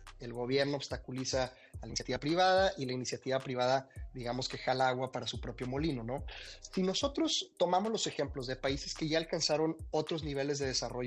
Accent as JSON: {"language": "Spanish", "country": "Mexico"}